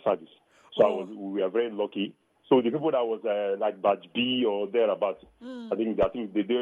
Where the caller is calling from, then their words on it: Umudara, Nigeria; I'm calling from Umudara.